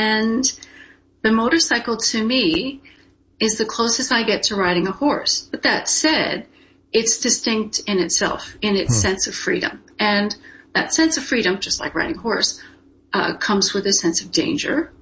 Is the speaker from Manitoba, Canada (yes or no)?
yes; Winnipeg, Manitoba, Canada; I was born and raised in Winnipeg, so I know what the wide open prairies are like. I still have ice in my veins.